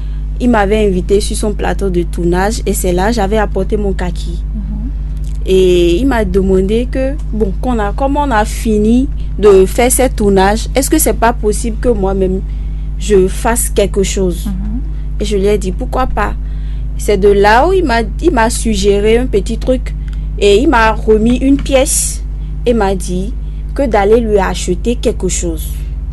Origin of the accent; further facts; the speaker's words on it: Kalalé, Borgou, Benin; born there; je suis originaire de Kalalé, précisément de Buka.